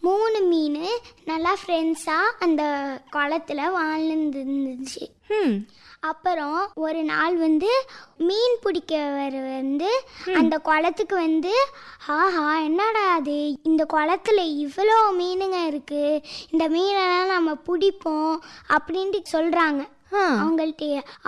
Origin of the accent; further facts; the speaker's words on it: Karaikal, Puducherry, India; நான் வந்து காரைக்கால்ல இருந்து வந்தேன்.